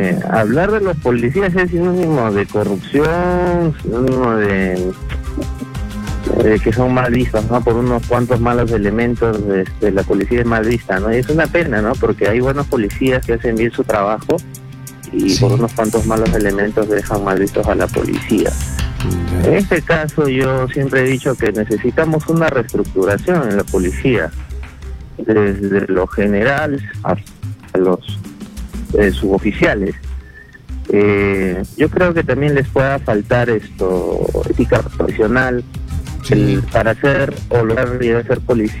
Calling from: San Miguel, Lima, Peru; Acá por San Miguel. Ya, por San Miguel

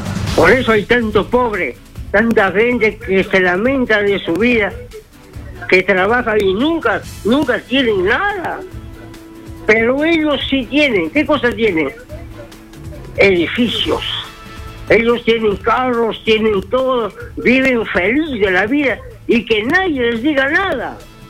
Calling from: Amazonas, Peru; Yo soy de Amazonas, doctor. Yo vivo en un sitio muy lejano de Amazonas. Un sitio que se llama Loya Grande. De Loya Grande a 2 horas todavía caminando.

